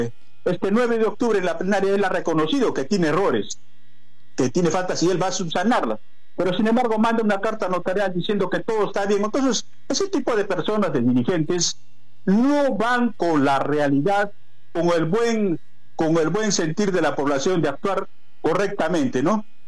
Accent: Islay Province, Arequipa, Peru; mi provincia de Islay, de mi pueblo, la provincia de Islay.

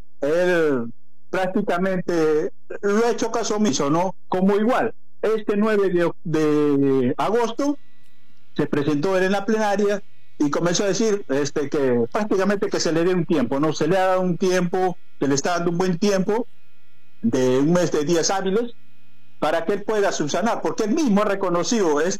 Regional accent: Islay Province, Arequipa, Peru; mi provincia de Islay, de mi pueblo, la provincia de Islay.

